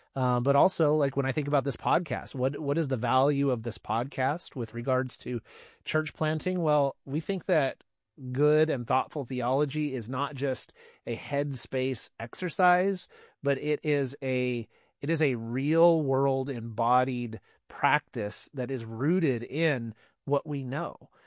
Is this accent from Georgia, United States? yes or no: no; Hollister, California, United States; And then Hollister as well, my hometown.